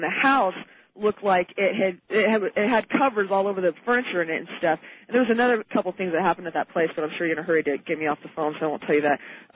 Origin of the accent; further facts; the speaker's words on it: Susanville, California, United States